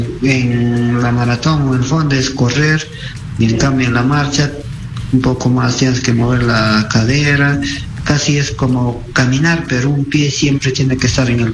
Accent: Peru; o a todos los peruanos

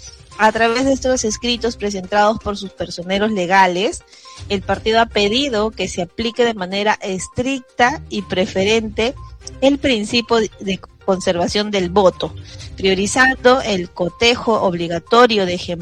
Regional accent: Peru

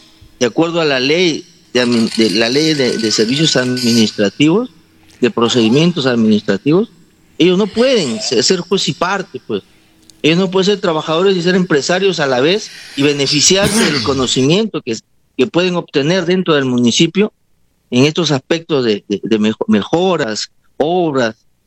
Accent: Bellavista, Cajamarca, Peru; born there; Yo nací en Bellavista, en el hospital, en año 1962. Para llegar a Bellavista era un tráfico, una pesadilla.

